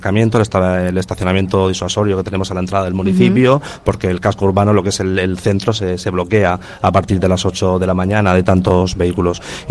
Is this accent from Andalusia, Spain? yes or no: no; Benejúzar, Valencian Community, Spain; la gente disfruta de nuestro pueblo, ya no solamente de nuestro paraje natural, sino también de lo que es el casco urbano y come en Benejuzar